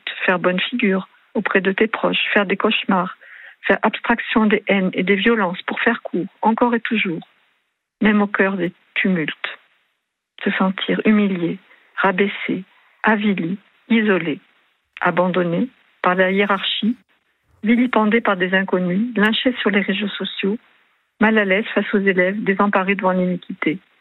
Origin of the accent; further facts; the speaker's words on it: Toulouse, Occitanie, France; Vous savez, moi je suis toulousaine, la Toulouse, oui.